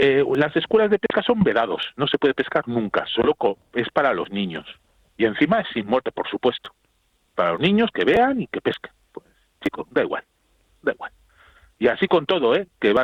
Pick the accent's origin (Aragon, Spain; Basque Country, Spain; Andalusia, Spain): Basque Country, Spain; Bilbao; Yo soy de Bilbao, y orgulloso de ser de Vizcaya.